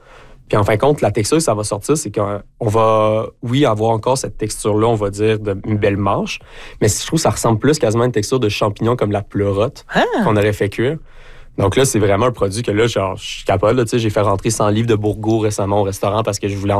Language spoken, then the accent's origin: French; Gatineau, Quebec, Canada; now in Côte-Nord, Canada; Moi, à la base, je suis de Gatineau, donc un peu loin de l'estuaire.